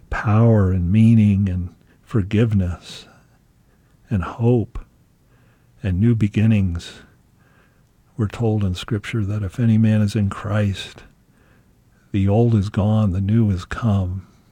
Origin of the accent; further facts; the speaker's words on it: Bucks County, Pennsylvania, United States; And I grew up in Bucks County, and Bucks County is lower part of Bucks County is where Washington's Crossing is in the Delaware.